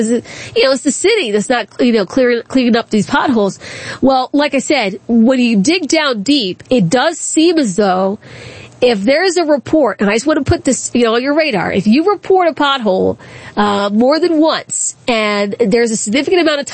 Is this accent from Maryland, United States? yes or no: yes; Accokeek, Maryland, United States; you know, I grew up in Accokeek, Maryland.